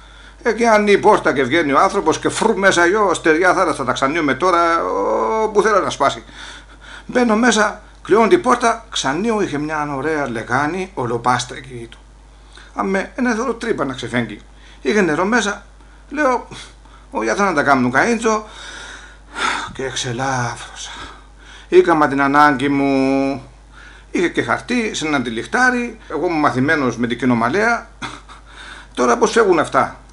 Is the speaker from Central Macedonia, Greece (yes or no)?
no; Olympos, South Aegean, Greece; γιατί να είμαι από την Όλυπο της Καρπάδου και θεωρώ πως έχουμε καλή εταιρεία.